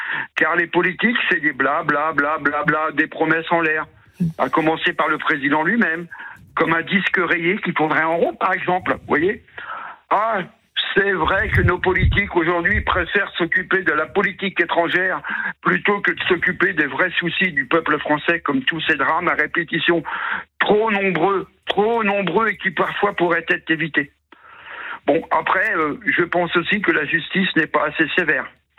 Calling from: Beauvais, Hauts-de-France, France; j'habite à Beauvais.

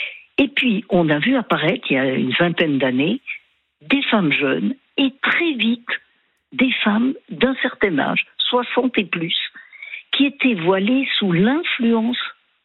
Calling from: Lyon, Auvergne-Rhône-Alpes, France; moi, j'habite à Lyon, près de la fac de droit.

